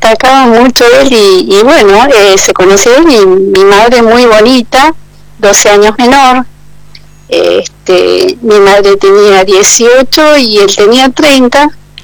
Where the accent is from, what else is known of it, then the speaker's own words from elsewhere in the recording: Bahía Blanca, Buenos Aires Province, Argentina; born there; nació mi hermano mayor en el hospital de Jerich, después mi otro hermano nació en Neuquén Capital, yo nací en Bahía Blanca y mi hermana menor en Neuquén Capital.